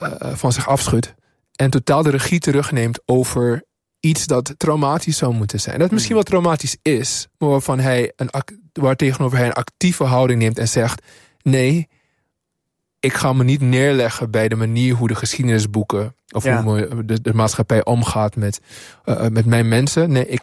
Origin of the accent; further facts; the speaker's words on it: Suriname; Toen ik in Suriname opgroeide op de middelbare school